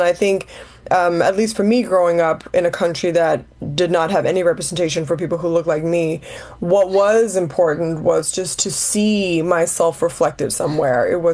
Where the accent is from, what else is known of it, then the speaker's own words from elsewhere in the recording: Denmark; English is a second language; maybe because I grew up in Europe, right? I'm Danish, Congolese, I'm not African-American